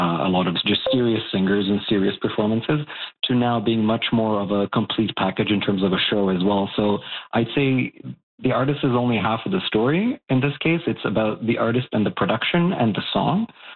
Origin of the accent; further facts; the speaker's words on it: Bosnia & Herzegovina; now in Canada; So I was born and raised in Bosnia and Herzegovina.